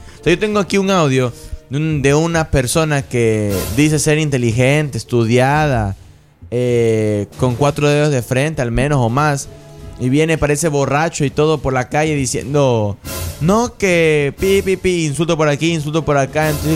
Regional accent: Ecuador

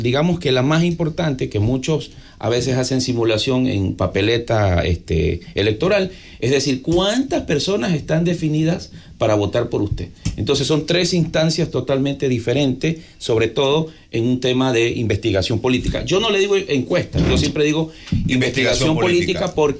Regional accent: Manta, Manabí, Ecuador; also born or lived in Guayaquil; Yo soy de aquí de Manabí, yo soy de Manta. Bueno, un tiempo pasé radicado en Guayaquil por temas de consultoría

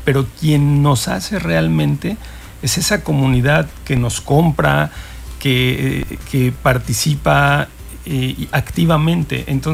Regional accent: Mexico City, Mexico; moved away as an adult; now in Cancún, Mexico; me siento cancunense, ¿no? Siento que yo vengo de la Ciudad de México, nací en la Ciudad de México, viví y estudié allá, y realmente decidí venir a Cancún por buscando las oportunidades que no encontraba en Ciudad de México.

